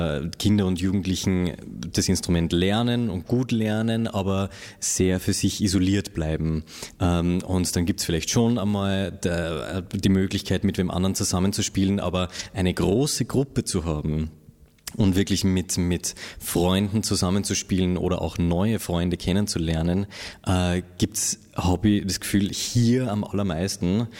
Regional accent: Upper Austria, Austria; Also ich komme ja aus Oberösterreich

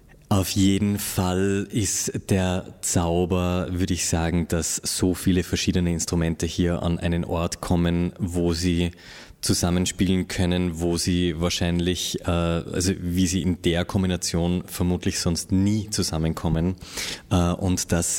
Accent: Upper Austria, Austria; Also ich komme ja aus Oberösterreich

